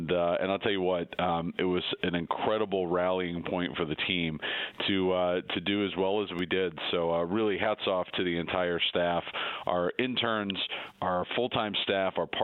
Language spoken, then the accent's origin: English; Akron, Ohio, United States; I think really just this is my hometown, and I'm from Akron